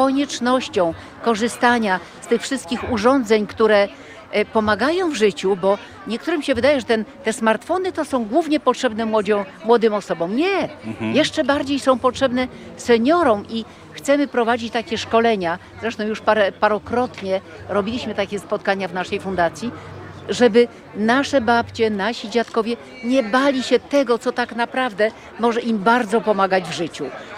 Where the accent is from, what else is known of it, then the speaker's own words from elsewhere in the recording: Gdańsk, Pomeranian Voivodeship, Poland; jestem gdańszczanką, ale śmieję się, że ja mam taką naturę poznanianki